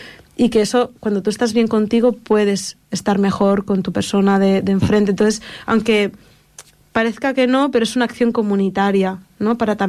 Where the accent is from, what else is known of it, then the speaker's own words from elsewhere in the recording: Sant Cugat del Vallès, Catalonia, Spain; yo lo que quería era poder favorecer a las librerías de mi pueblo, de San Cugat.